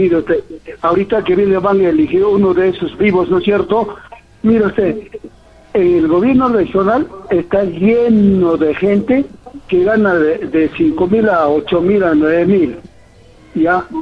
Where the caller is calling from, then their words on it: Arequipa, Peru; aquí en Arequipa